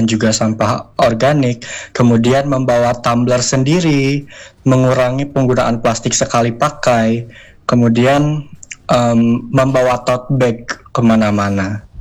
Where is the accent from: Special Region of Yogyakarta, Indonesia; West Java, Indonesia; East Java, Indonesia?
West Java, Indonesia; Garut; now in Bandung, Indonesia; Saya asli dari Garut.